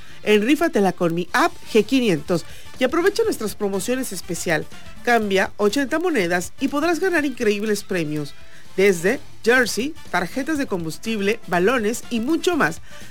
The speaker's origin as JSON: {"language": "Spanish", "country": "Mexico", "said": "como mexicana muy orgullosa"}